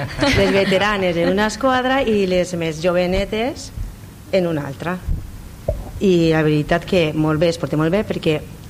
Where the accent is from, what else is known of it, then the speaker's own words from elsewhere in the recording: Bèlgida, Valencian Community, Spain; I van dir, pues, si som de Bèlgida, Bèlgidaves, perquè érem xiques